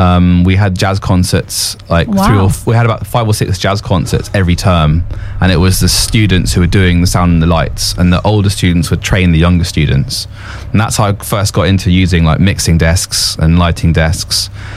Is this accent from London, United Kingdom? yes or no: yes; London, United Kingdom; I used to listen to loads of pirate radio stations growing up in London